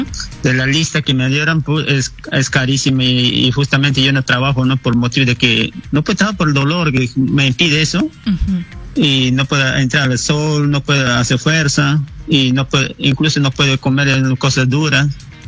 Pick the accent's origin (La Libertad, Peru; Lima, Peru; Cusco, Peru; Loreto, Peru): Loreto, Peru; Nueve Paraíso; Sí, yo soy natural de Nueve Paraíso, Quebrada Poli, Río Momón, pertenece al distrito de Punchana.